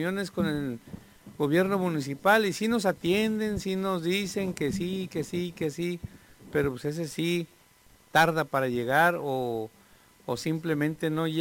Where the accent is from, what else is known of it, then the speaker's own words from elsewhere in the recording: Tijuana, Baja California, Mexico; nuestra Tijuana